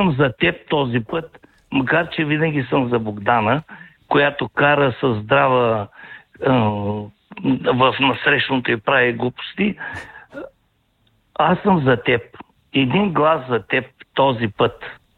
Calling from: Silistra, Silistra Province, Bulgaria; съм от Силистра

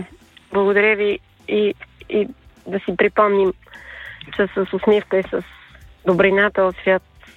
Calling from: Sofia, Sofia City, Bulgaria; съм от София.

